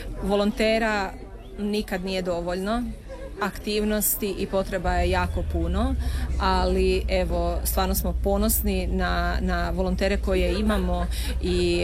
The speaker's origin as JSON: {"language": "Croatian", "region": "Slavonia", "country": "Croatia", "moved": "yes", "said": "Iz Slavonije sam, moja obitelj je prošla rat, izbjeglištvo"}